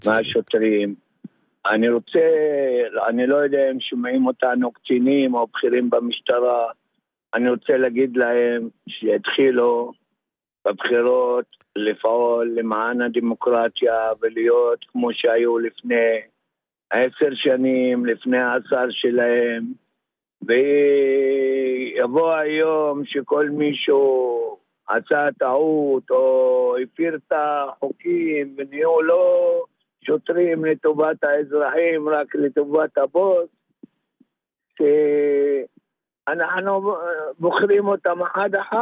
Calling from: Triangle, Israel; דבר מהר מהמשולש

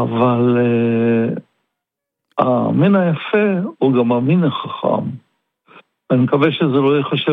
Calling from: Ramat Gan, Tel Aviv District, Israel; אני מדבר מרמת גן המעצירה.

